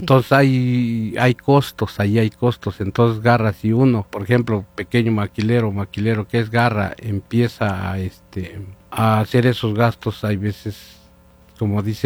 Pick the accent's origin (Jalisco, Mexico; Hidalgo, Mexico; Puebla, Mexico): Hidalgo, Mexico; Chicavasco; vengo de la comunidad de Chicabasco.